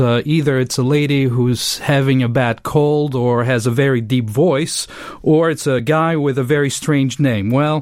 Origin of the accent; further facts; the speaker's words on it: French-speaking Switzerland, Switzerland; English is a second language; And originally, as you can tell from my accent, I'm from overseas, from the French-speaking part of Switzerland.